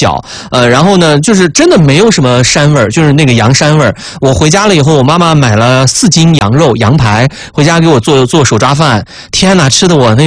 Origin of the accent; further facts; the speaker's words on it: Xinjiang, China; moved away; 所以我当时给别人说我是来自新疆的，然后别人说哎，你长得不像新疆人。